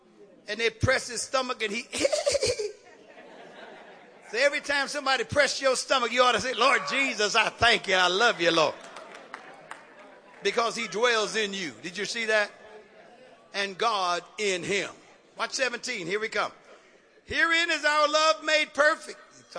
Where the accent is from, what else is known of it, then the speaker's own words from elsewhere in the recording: Oakland, California, United States; I'm from West Oakland.